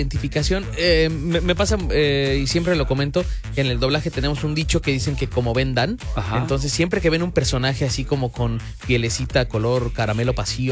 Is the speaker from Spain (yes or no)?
no; Mexico; así somos los mexicanos.